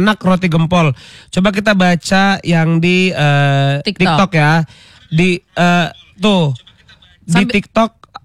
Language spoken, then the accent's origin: Indonesian; Makassar, South Sulawesi, Indonesia; gue orang Makassar